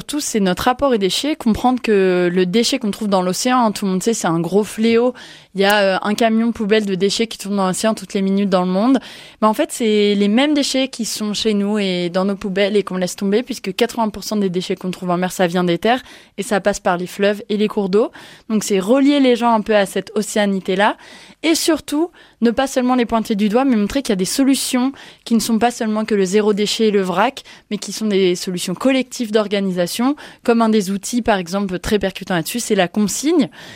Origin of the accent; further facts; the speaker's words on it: Tours, Centre-Val de Loire, France; born there; Moi, je suis de Tours, donc en fait, c'est des territoires que j'ai l'impression de connaître par cœur, que j'ai arpenté à tous les âges.